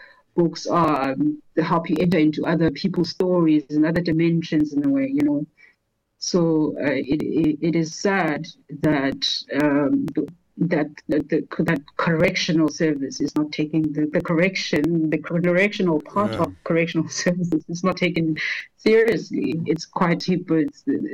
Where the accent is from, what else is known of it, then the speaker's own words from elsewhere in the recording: Western Cape, South Africa; But now, I grew up in the Western Cape. That is a much more, like, better province with more resources.